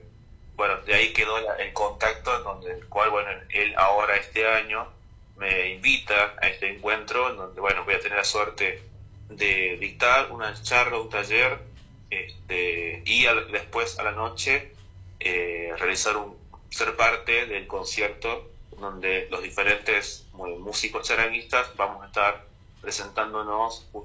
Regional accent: Catamarca, Argentina; Yo soy de Catamarca, no soy de Tucumán.

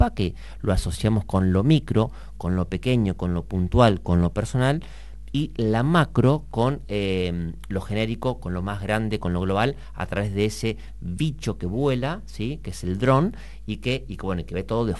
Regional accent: Argentina; nosotros tenemos un tema cultural como argentinos

